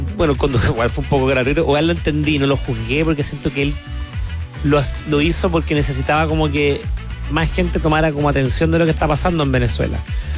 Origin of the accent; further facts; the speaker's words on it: Chile; soy chileno